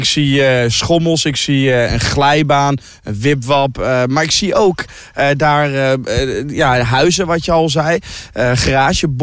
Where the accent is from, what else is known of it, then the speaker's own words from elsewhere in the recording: Groningen, Netherlands; voor ons als Groningers